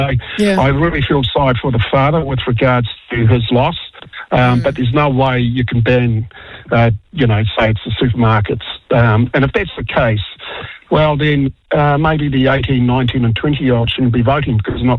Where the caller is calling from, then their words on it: Dunedin, Otago, New Zealand; I am in Dunedin, Leah.